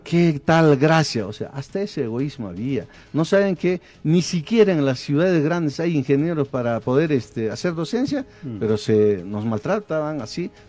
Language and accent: Spanish; Apurímac, Peru; yo soy de parte de Coyurqui, de repente más coyurquino que cotabambino, del nacimiento cotabambino de mis padres coyurquinos.